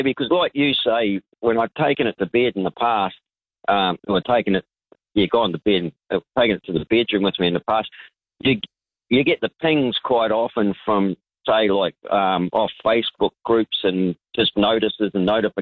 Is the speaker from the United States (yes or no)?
no; New Zealand; being a Kiwi.